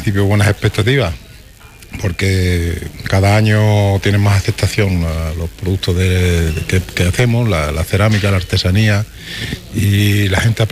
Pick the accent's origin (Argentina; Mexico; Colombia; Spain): Spain; Salvatierra de los Barros, Extremadura; yo vengo de Extremadura, de Salvatierra de los Barros, un centro alfarero de los más principales de España.